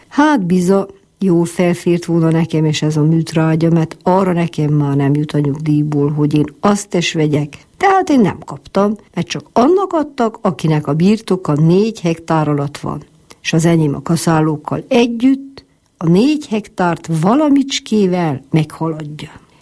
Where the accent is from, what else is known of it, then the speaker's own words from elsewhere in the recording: Sândominic, Harghita, Romania; valahogy így nőttünk fel, így nő fel itt a gyermekes.